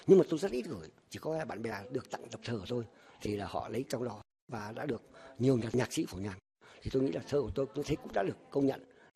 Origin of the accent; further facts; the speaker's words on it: Da Lat, Lâm Đồng, Vietnam; nhưng điều chung mình là người Đà Lạt.